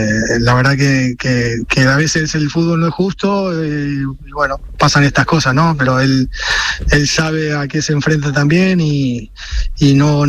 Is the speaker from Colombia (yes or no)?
no; Argentina; como argentinos a nosotros nos ilusiona muchísimo.